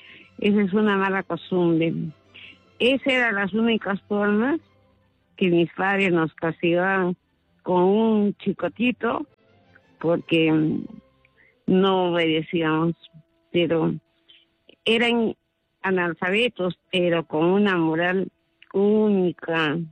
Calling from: Puente Piedra, Lima, Peru; De Puente Piedra llamo.

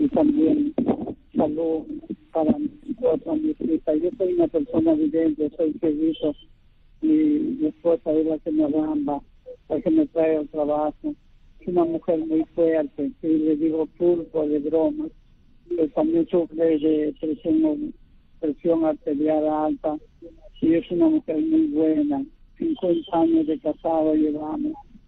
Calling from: Chiclayo, Lambayeque, Peru; Estoy llamando de Chiclayo.

